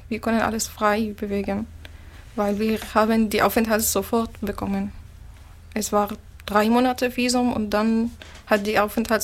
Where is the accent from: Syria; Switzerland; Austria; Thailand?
Syria; Damascus, Damascus Governorate; German is a second language; moved away as an adult; now in Chemnitz, Germany; Ich komme aus Syrien, Damaskus. Und ich bin seit ein Jahr und halb hier in Deutschland.